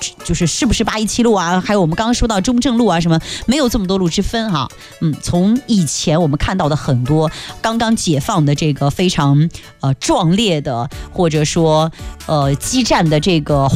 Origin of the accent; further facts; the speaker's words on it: Fujian, China; 吴石，包括吴石的副官我们福建人聂西也是有一个非常英勇不屈的一个瞬间定格在那个地方